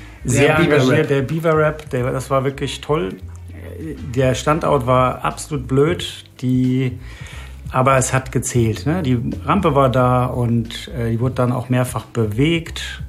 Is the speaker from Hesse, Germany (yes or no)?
yes; Bad Vilbel, Hesse, Germany; also born or lived in Frankfurt; ich bin gebürtiger Frankfurter, bin aber dann nach Bad Vilbel gezogen zur zweiten Grundschulklasse und würde da meinen Jugendlebensmittelpunkt sehen